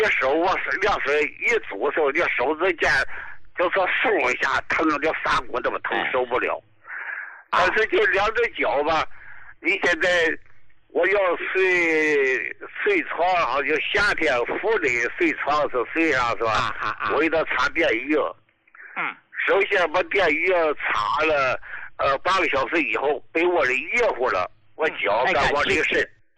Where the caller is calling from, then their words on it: Dalian, Liaoning, China; 我是大连的，